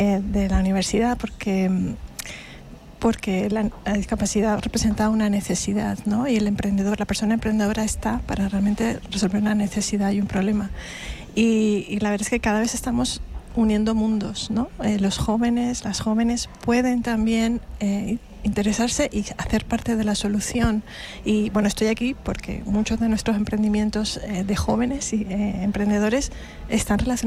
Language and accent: Spanish; Mondragón, Basque Country, Spain; yo vengo de Mondragón, digamos que, pues, cooperativas de solera